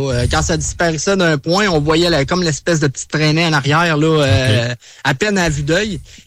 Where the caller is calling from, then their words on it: Quebec City, Quebec, Canada; moi je viens de Québec en fait de la ville de Québec.